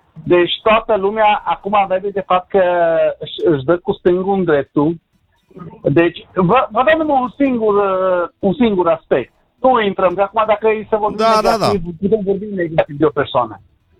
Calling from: Cluj County, Romania; În județul Cluj.

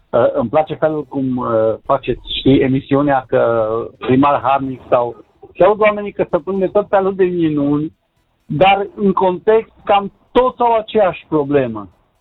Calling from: Cluj County, Romania; În județul Cluj.

